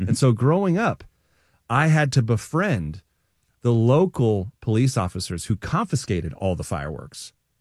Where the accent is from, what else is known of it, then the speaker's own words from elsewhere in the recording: Illinois, United States; now in Southern United States; I grew up in the North in Illinois